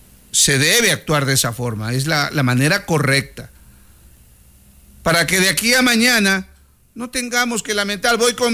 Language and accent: Spanish; Zaruma, El Oro, Ecuador; oiga, soy de Zaruma, aquí no hay cuadras.